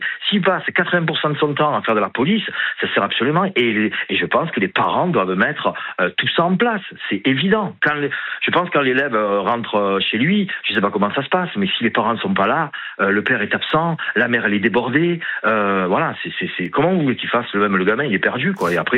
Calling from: Marseille, Provence-Alpes-Côte d'Azur, France; moi j'habite à Marseille, dans les banlieues.

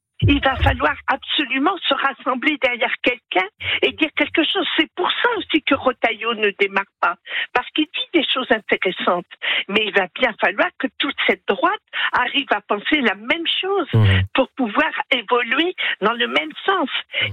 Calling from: La Rochelle, Nouvelle-Aquitaine, France; Charente-Maritime, La Rochelle.

